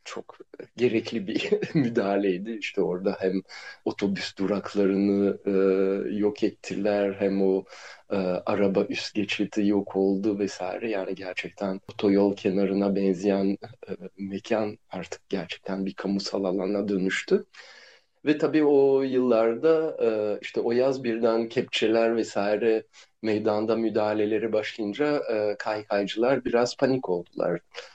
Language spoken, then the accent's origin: Turkish; Ankara, Turkey; also born or lived in Brussels, Belgium; Evet, ben Brüksel'de doğdum. Sonra 5 yaşımda Ankara'ya taşındım ve 6. yaş günümde bana bir kaykay hediye ettiler.